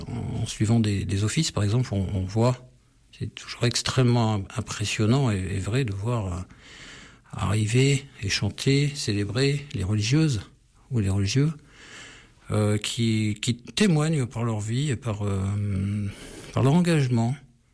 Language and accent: French; Grenoble, Auvergne-Rhône-Alpes, France; Oui, parce que d'abord moi je suis de Grenoble, et ensuite j'ai toujours été sensible à la montagne